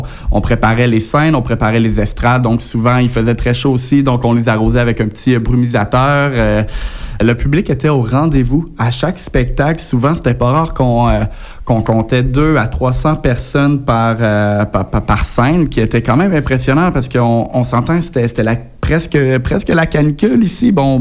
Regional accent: Quebec, Canada; accent: Québécois; moved away as an adult; now in Périgueux, France

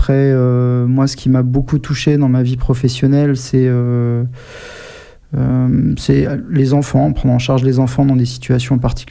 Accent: Amiens, Hauts-de-France, France; moi, je suis originaire d'Amiens.

